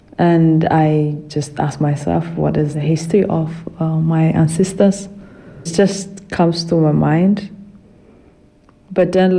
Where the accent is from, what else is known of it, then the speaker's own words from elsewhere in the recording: Ethiopia; moved away as an adult; now in Cottbus, Germany; I come from Ethiopia and I'm living here in Cottbus. I'm studying in BTU University.